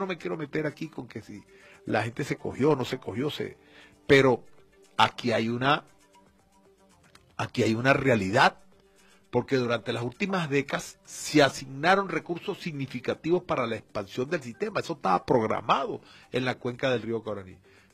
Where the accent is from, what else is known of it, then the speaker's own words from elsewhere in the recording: Guayana, Venezuela; Yo que me crié en Guayana, yo puedo hablar con conocimiento de causa.